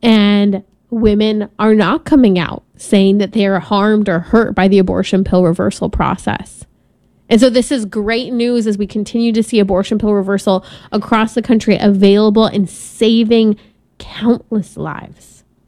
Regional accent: California, United States; born there; my home state of California

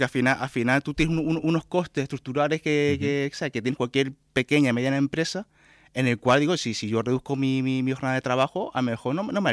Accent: Canary Islands, Spain; born there; uno, quieras o no, tiene su entorno de gente aquí, uh-huh, Canarias, y ha estudiado aquí.

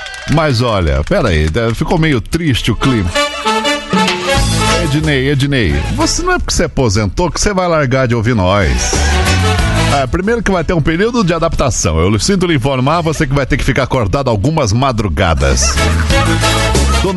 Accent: Lages, Santa Catarina, Brazil; Meu pai, a gente é de Lages, né, de Santa Catarina.

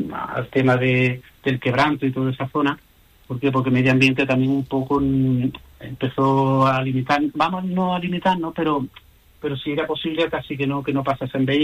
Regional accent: Spain; como españoles que somos.

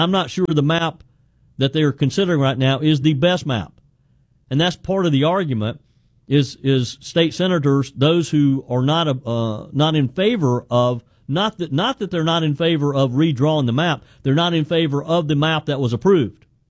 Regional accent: South Carolina, United States; Here in my home state of South Carolina, we are in the middle of a special session.

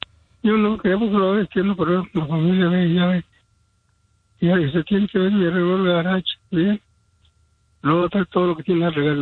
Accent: La Piedad, Michoacán, Mexico; Soy de un rancho, pero pertenezco a La Piedad.

